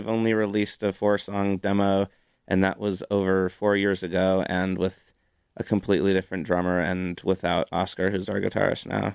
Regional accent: San Francisco, California, United States; Yeah, I'm from San Francisco. I've been in the music scene for a long time.

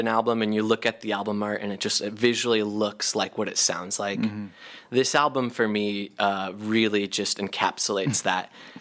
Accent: Nevada County, California, United States; born or raised there; now in San Francisco Bay Area, United States

